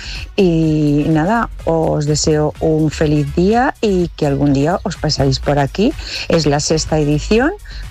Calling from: Fuenterrobles, Valencian Community, Spain; Os llamo desde Fuenterrobles, un pueblo de Valencia.

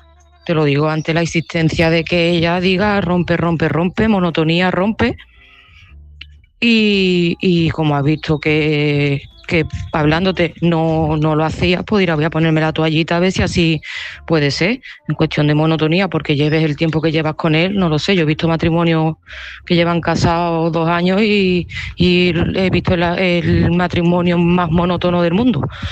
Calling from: Seville, Andalusia, Spain; de Sevilla y este mensaje va para mi Lourdita.

